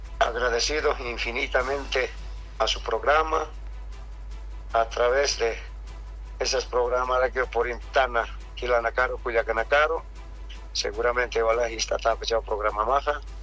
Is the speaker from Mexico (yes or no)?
no; Bolivia; nosotros como bolivianos y bolivianas